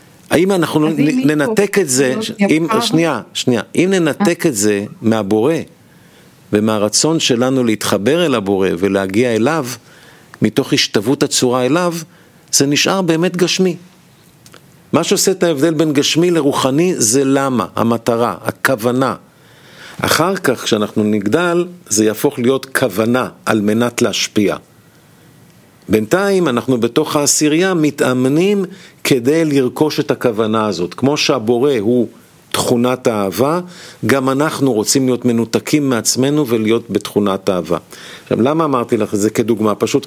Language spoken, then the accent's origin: Hebrew; Kiryat Gat, Southern District, Israel; also born or lived in Haifa; הוא בא ממרוקו וההורים שלי עלו מהונגריה. הוא גר בחיפה ואני גדלתי בקריית גת.